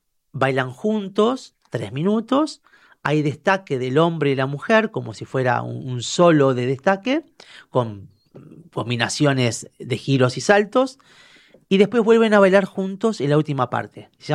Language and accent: Spanish; Argentina